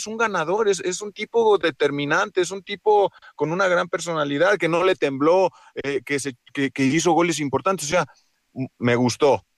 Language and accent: Spanish; Mexico